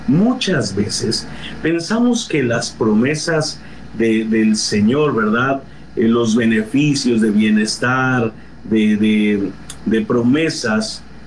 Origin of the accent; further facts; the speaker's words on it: Mexico; Tenemos una credencial que nos identifica como ciudadanos mexicanos